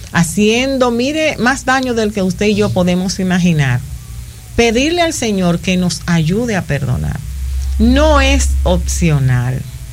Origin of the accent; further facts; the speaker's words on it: Dominican Republic; Como decimos en buen dominicano